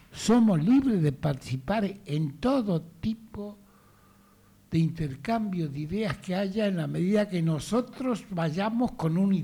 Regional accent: Argentina; nuestro pueblo, el pueblo argentino

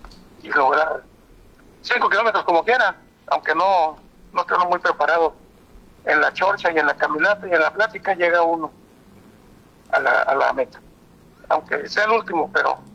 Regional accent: Mexico; Soy mexicano, me gana corazón, es un orgullo ser mexicano

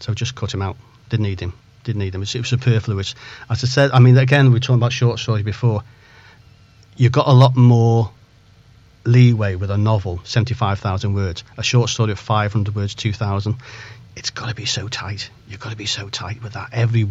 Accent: Chester, North West England, United Kingdom; also born or lived in Barrow-in-Furness / Ulverston; now in Liverpool, United Kingdom; I'm actually from Chester. I've lived in Liverpool for quite a few years

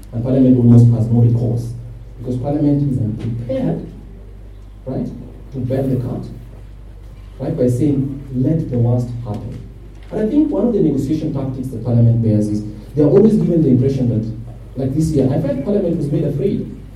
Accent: Kenya; we are all nervous as Kenyan citizens

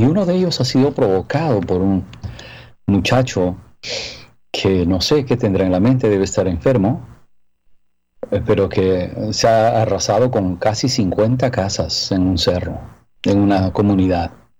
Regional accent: Peru; también en mi país, Perú, yo soy peruano, está habiendo unos incendios.

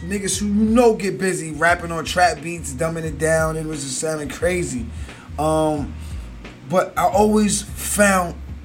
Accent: Alabama, United States; Because I'm from Alabama. My whole family's from Alabama. So I love the South.

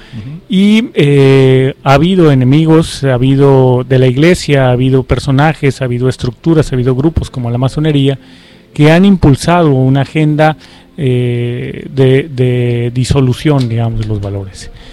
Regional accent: Guadalajara, Jalisco, Mexico; Yo que vengo de Guadalajara, la cuna de los cristeros

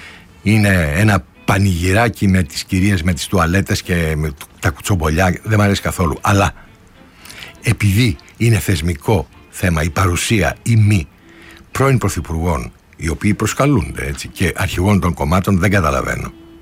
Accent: Greece; στην πατρίδα μας

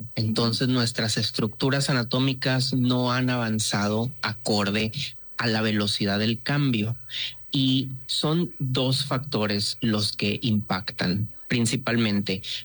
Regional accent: Reynosa, Tamaulipas, Mexico; also born or lived in Monterrey; soy de Reynosa, Tamaulipas.

